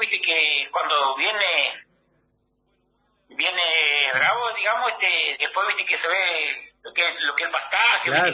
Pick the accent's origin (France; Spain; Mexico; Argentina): Argentina; Aldea Beleiro; Yo, la verdad, más o menos te comento que yo soy nativo de Aldea Beleiro.